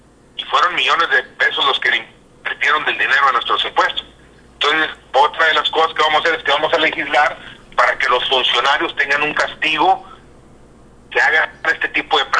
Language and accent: Spanish; Nueva Rosita, Coahuila, Mexico; Allá en mi pueblo, donde yo soy, en Rosita